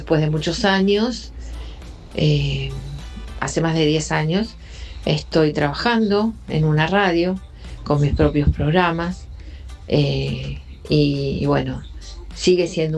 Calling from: Berazategui, Buenos Aires Province, Argentina; de Berazategui.

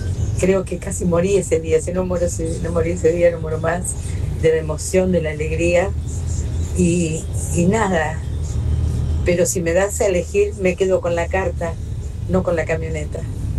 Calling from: Buenos Aires, Argentina; de Barracas.

